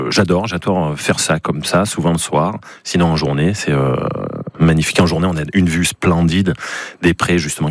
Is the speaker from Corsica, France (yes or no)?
no; Gruffy, Auvergne-Rhône-Alpes, France; moi, je suis de Gruffy, côté ouest